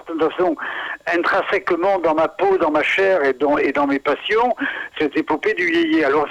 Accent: Aubagne, Provence-Alpes-Côte d'Azur, France; born there; je suis né à Aubagne, patrie de Marcel Pagnol, et quasiment dans la maison d'à côté où il est né.

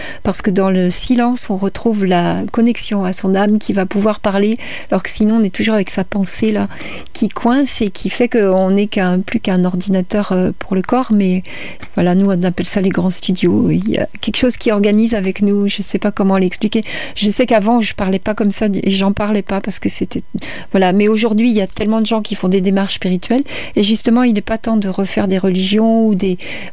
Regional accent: Paris, Île-de-France, France; born there; Moi, je suis née à Paris, donc si j'ai fait tout ce que j'ai fait en étant née à Paris, je pense que tout le monde peut le faire.

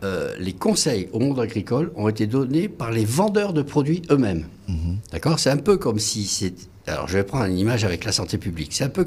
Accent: Landes, Nouvelle-Aquitaine, France; moved away; moi je viens des Landes, les Landes en bas à gauche sur la carte de France.

